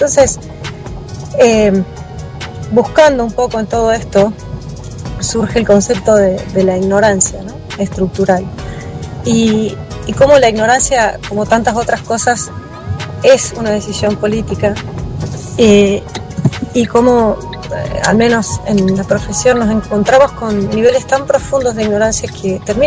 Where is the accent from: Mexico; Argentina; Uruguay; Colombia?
Argentina; al menos como argentinos